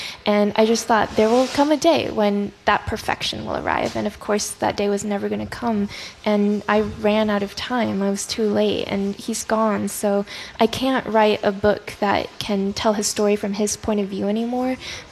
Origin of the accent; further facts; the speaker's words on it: United States; born there; first language Chinese; English is a second language; My first language was Chinese, but then we moved to the U.S. when I was very young. So then my English rapidly overtook my Chinese. For the first few years in elementary school, I had a very thick accent.